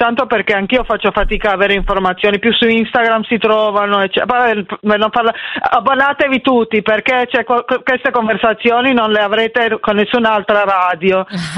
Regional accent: Split, Split-Dalmatia County, Croatia; now in Milan, Italy; sono di Spalato.

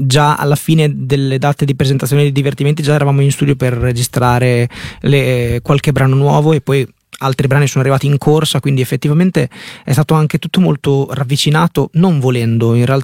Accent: Cesena, Emilia-Romagna, Italy; però vengo

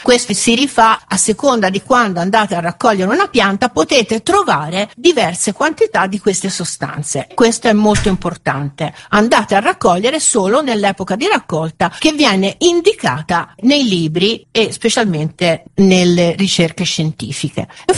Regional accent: Pisa, Tuscany, Italy; io sono di Pisa

